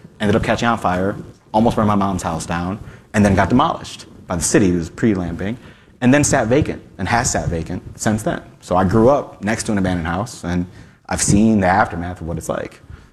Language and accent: English; Ohio, United States; born or raised there